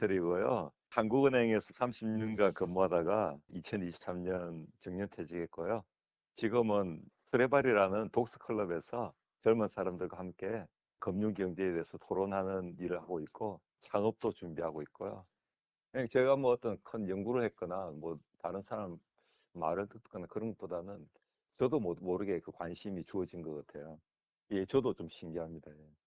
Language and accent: Korean; South Korea